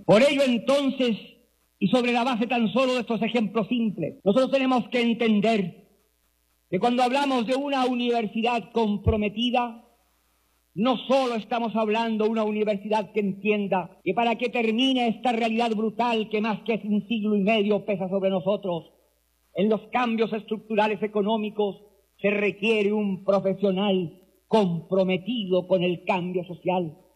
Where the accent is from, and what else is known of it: Chile